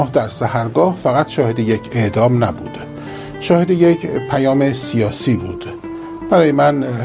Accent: Isfahan, Iran; منی که خودم اهل اصفهان هستم

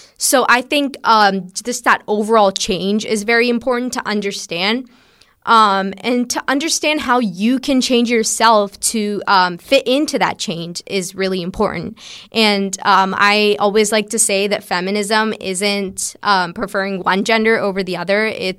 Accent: South Fayette, Pennsylvania, United States; born there; I started here in third grade, and now I'm in 11th grade

